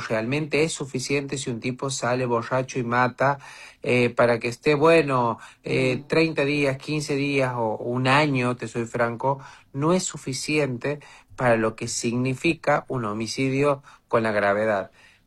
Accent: Argentina; la que nos afecta a nosotros, digamos, como argentinos

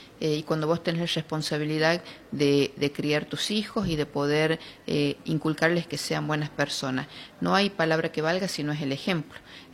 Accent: Argentina; es volver a la esencia de lo que somos los argentinos.

